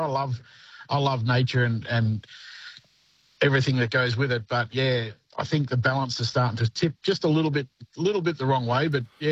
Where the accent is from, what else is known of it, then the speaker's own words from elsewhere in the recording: Bright, Victoria, Australia; No, I come from Bright in northeast Victoria.